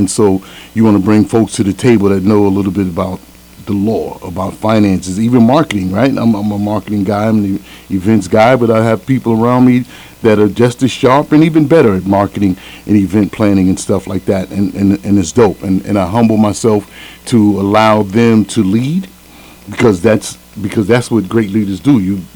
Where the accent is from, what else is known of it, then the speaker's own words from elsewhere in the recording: New York City, New York, United States; Friends for Life being six families from the south side of Jamaica, Queens, of which my family is one, who grew up over there together in the south side of Queens